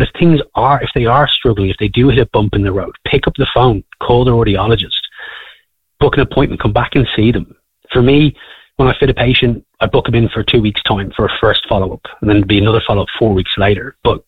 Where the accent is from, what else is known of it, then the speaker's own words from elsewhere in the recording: Wicklow, Leinster, Ireland; I'm from Wicklow originally.